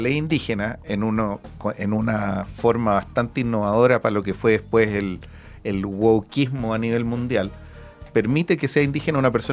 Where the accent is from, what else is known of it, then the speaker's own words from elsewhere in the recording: Chile; al reconocimiento legal como chileno-alemán, a tener mi propia bandera, himno y otras cosas, porque la verdad que si los chilenos-alemanes no tenemos acceso a eso